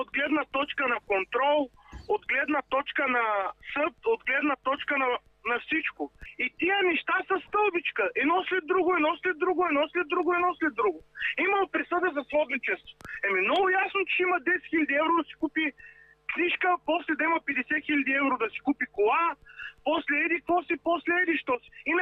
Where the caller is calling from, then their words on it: Plovdiv Province, Bulgaria; живея в Пловдивски окръг.